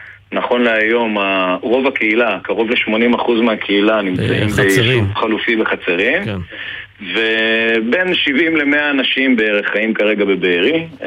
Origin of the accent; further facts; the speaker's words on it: Kissufim, Southern District, Israel; moved away as an adult; now in Be'eri, Israel; אני גדלתי בכיסופים, ובאמת עברתי לבארי לפני